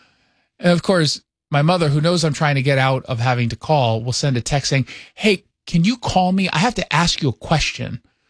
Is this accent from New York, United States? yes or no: yes; New York, United States; Yeah, she's from New York. Okay. I'm from New York.